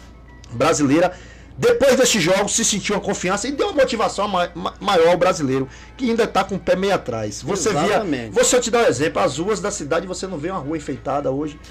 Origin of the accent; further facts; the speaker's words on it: Brazil; Eu sou brasileiro